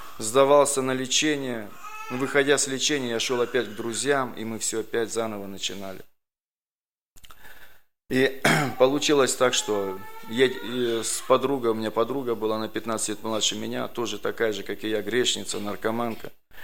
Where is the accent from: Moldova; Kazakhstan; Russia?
Kazakhstan; Georgievka; born there; also born or lived in Ivanovka, Kyrgyzstan; В 73-м году мы переехали в Казахстан, в село Георгиевка.